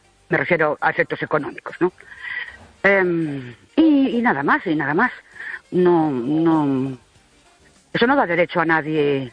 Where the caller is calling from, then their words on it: Ourense, Galicia, Spain; de Urense